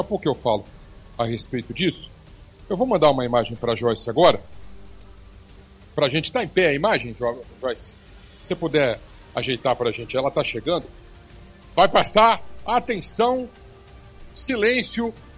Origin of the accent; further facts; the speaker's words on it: Limeira, São Paulo, Brazil; parabéns à minha cidade natal, a cidade que eu carrego na minha identidade e no meu coração. Parabéns, Limeira